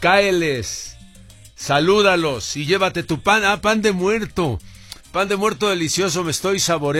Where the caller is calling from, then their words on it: Toluca, State of Mexico, Mexico; soy de Toluca